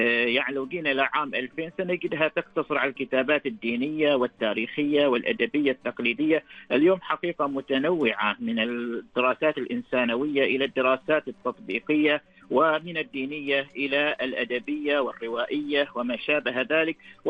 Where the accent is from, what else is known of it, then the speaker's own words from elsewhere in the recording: Oman; عندنا في عمان